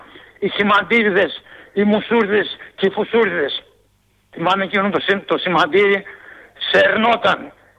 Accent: Larissa, Thessaly, Greece; born there; moved away as an adult; now in Thessaloniki, Greece; 76 χρονών γεννήθηκα δίπλα στο Αλκαζάρ. 1950.

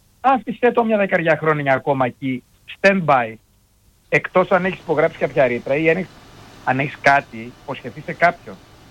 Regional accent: Greece; Εμείς, σαν Έλληνες

